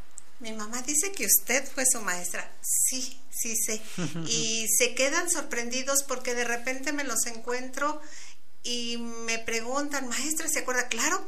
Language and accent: Spanish; Querétaro, Mexico; born there; Nunca me he desprendido más que de ida y vuelta, ida y vuelta. Y ahí, estando en Querétaro, he visto crecer personas, familiares